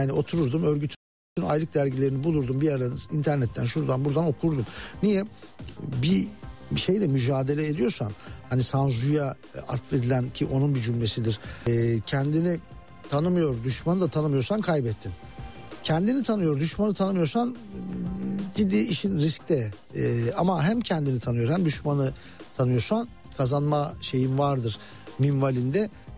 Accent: Muş, Muş Province, Turkey; benim memleketim Muş, Vartolu değil Muşluyum.

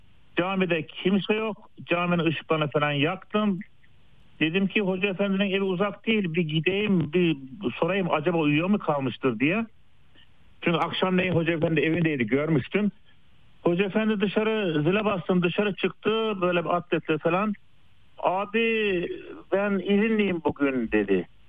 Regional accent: Eskişehir, Turkey; now in Germany; ben kendi köyümde doğduğum, büyüdüğüm köyümde tatile gitmiştim.

